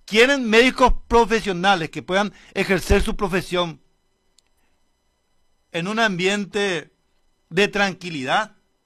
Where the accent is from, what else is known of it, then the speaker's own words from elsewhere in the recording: Paraguay; lo boludo que somos los paraguayos